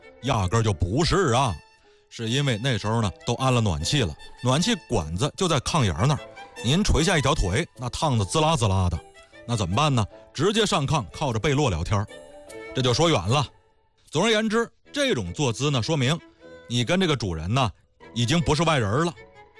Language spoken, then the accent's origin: Chinese; Tangshan, Hebei, China; moved away; 到我老家唐山吧，也有炕啊